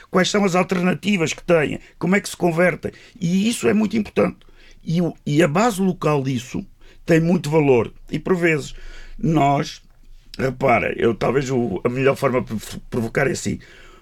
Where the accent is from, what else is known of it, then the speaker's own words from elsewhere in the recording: Azores, Portugal; Eu dou o exemplo da minha terra sempre, que é o exemplo da caça à baleia. A caça à baleia nos Açores...